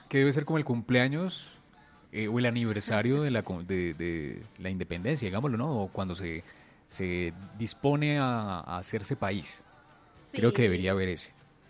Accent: Bogotá, Colombia; uno como bogotano también está lleno de prejuicios

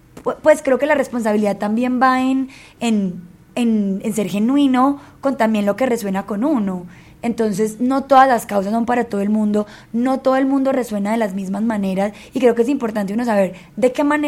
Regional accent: Medellín, Antioquia, Colombia; now in Bogotá, Colombia; nosotros somos de Medellín, pero Bogotá nos ha acogido de una manera pues muy hermosa

